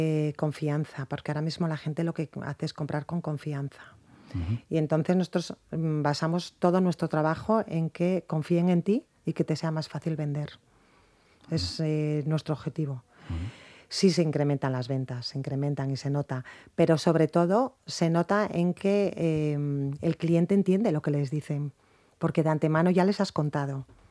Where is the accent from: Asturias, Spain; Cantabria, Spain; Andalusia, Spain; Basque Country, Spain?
Asturias, Spain; Pues yo antes te comenté que soy asturiana